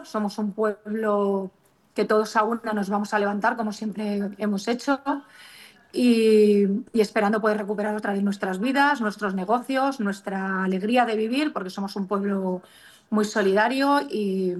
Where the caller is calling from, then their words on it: Navas del Rey, Community of Madrid, Spain; como todos los vecinos de Navas.